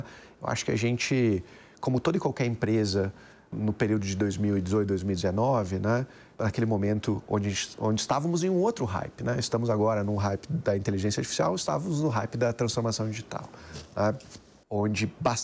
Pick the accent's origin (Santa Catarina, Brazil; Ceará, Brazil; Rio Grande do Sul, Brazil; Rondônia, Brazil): Rio Grande do Sul, Brazil; also born or lived in Porto Alegre; now in São Paulo, Brazil; Eu sou gaúcho.